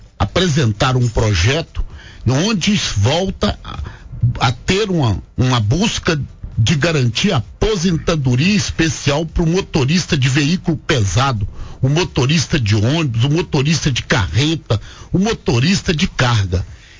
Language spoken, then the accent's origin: Portuguese; Brazil; eu sou brasileiro